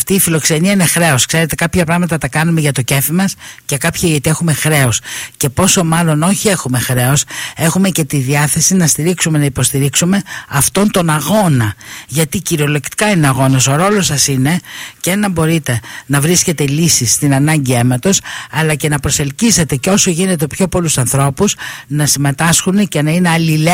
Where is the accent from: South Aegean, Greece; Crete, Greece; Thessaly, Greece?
Thessaly, Greece; Larissa